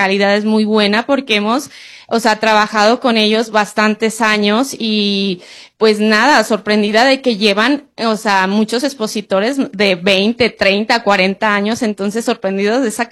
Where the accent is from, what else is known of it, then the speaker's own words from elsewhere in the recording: Mexico; soy mexicana.